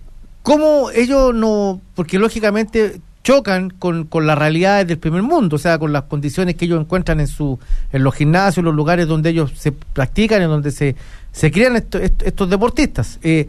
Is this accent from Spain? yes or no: no; Chile; solo somos de Chile, somos ciudades pequeñas en comparación con otras grandes urbes de nuestro país